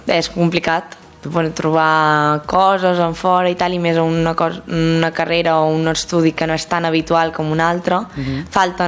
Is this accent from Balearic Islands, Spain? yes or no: yes; Balearic Islands, Spain; es nene. Bueno, d'aquí. De tota la vida.